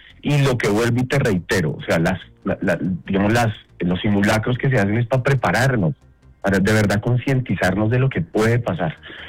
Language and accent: Spanish; Colombia; Hoy no hay nada, hermano. Hoy somos colombianos.